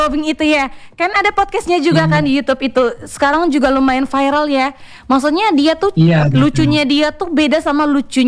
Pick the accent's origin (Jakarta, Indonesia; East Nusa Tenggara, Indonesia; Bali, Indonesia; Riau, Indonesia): East Nusa Tenggara, Indonesia; Ende; Dari Ende nih Kak Tri.